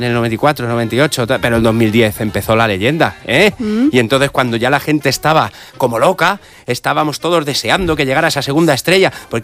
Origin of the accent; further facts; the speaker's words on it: Spain; soy español, ¿a qué quieres que te gane?